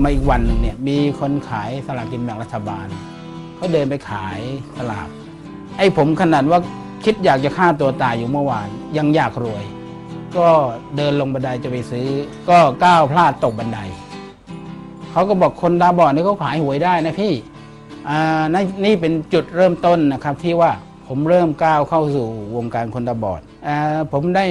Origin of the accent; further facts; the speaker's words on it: Suphan Buri, Thailand; born there; เกิดที่จังหวัดสุพรรณบุรีนะครับ